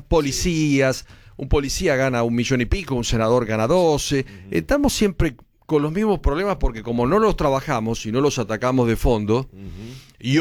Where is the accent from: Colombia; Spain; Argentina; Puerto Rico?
Argentina; somos argentinos